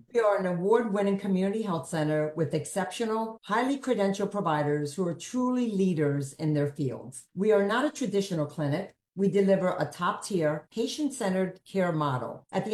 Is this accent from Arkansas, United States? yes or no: no; New York, United States; now in South Carolina, United States; I'm originally from New York, and it's great to be in South Carolina.